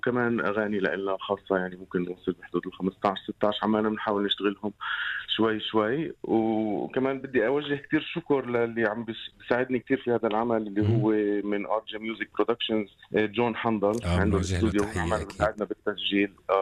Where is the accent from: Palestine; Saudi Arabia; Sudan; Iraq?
Palestine; Jerusalem; انا من القدس.